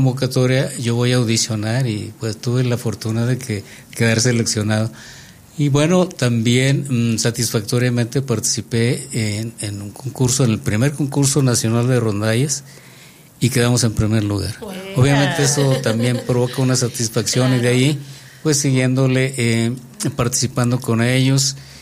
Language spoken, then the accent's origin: Spanish; Gómez Palacio, Durango, Mexico; moved away as an adult; now in Durango, Mexico